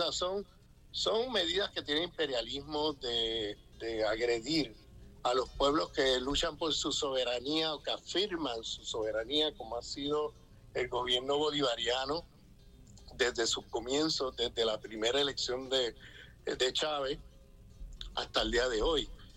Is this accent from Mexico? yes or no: no; Puerto Rico; como yo vengo del Caribe, vengo de Puerto Rico